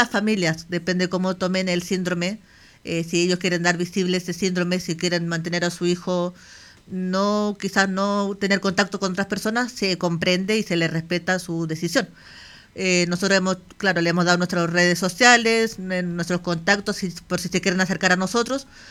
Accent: Osorno, Los Lagos, Chile; Este año lo quisimos trasladar a Valdivia, bueno, yo soy de Osorno, y hay una persona adulta, hombre, que es de Valdivia, y somos las únicas personas del sur que somos conocidos con el síndrome.

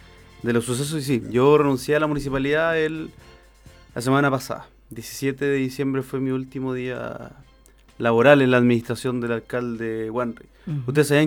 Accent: Puerto Montt, Los Lagos, Chile; Soy de Puerto Montt. Tengo 31 años, 3 hijos. Está por nacer mi tercer hijo estos días. Mi señora tiene 39 semanas. Y soy de Puerto Montt.

